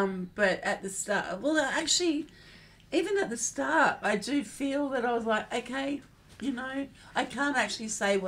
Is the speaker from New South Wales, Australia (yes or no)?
yes; Windsor, New South Wales, Australia; also born or lived in Hill End / Orange / Bathurst; No, I grew up west of Sydney. I was born and bred in Windsor.